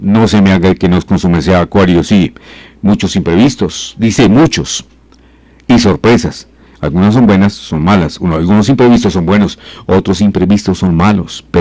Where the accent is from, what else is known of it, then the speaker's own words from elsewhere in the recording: Boyacá, Colombia; como buen boyacenses que somos